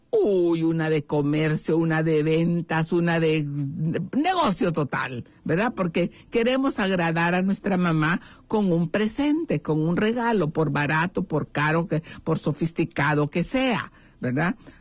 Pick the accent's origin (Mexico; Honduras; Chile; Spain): Honduras; nuestra amada Honduras